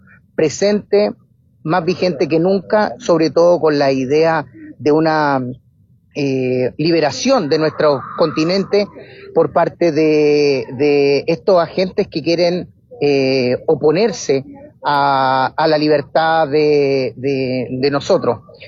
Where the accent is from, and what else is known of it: Chile